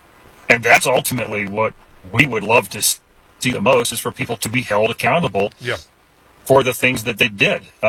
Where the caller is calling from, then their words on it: Helena, Montana, United States; I'm in Helena, Montana.